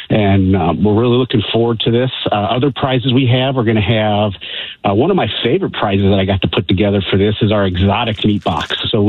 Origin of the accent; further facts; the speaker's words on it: Ohio, United States; moved away as an adult; now in Chicago area, United States; So I grew up in Ohio, and I came through as a Mason and a Shriner through Ohio, and then moved to the Chicago area in 2016